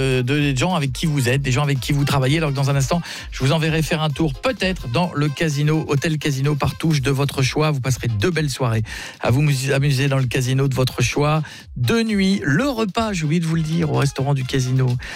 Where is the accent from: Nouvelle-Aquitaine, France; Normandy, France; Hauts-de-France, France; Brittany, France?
Hauts-de-France, France; Ouais, j'ai grandi en Picardie, j'ai pris de la pluie sur la gueule toute ma vie.